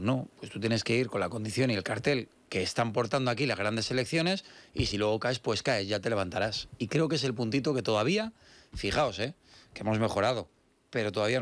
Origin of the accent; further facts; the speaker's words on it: Spain; No, hombre, los españoles, lo nuestro.